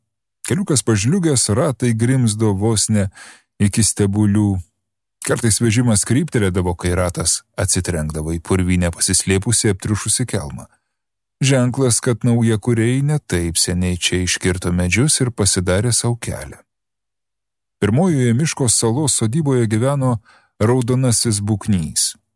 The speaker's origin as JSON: {"language": "Lithuanian", "region": "Samogitia", "country": "Lithuania", "tie": "born or raised there", "moved": "yes", "lives_now": "Vilnius, Lithuania", "said": "netoliese nuo mano tėviškės, Žemaitijoje."}